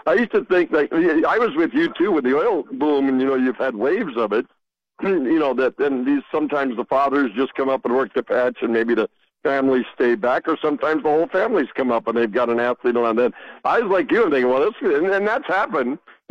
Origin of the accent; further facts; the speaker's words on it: Williston, United States; So I'm going to throw my – I'm going to selfishly put my hometown in there. Been a while.